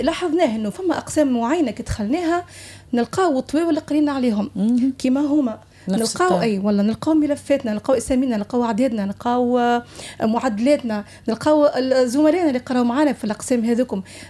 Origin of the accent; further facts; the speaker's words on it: Djerba, Medenine, Tunisia; مدرسة صدغيان حومتي في جربة،